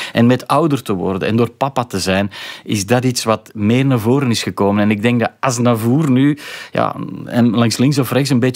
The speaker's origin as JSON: {"language": "Dutch", "region": "Flanders", "country": "Belgium", "said": "Ik kom uit de Kempen."}